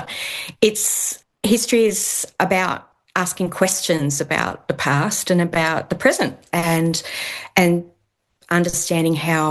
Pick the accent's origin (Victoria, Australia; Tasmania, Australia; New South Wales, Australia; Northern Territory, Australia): Tasmania, Australia; I was raised in Tasmania, and we were taught the dominant narrative